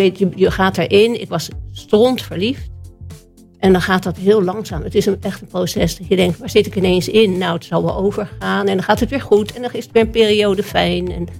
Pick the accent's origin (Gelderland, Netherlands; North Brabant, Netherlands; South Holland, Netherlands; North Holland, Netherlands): South Holland, Netherlands; Leiden; Ik kom uit Leiden, geboren en getogen.